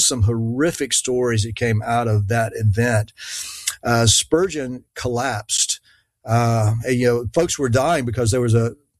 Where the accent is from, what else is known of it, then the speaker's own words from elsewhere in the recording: Dawsonville, Georgia, United States; accent: country; a fellow Dawsonvillian, or used to be at least.